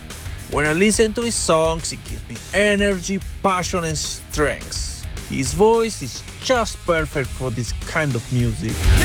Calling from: London, United Kingdom; I'm from London.

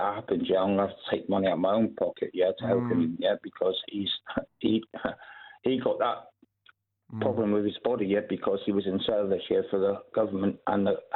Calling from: South West England, United Kingdom; I'm from Cornwall.

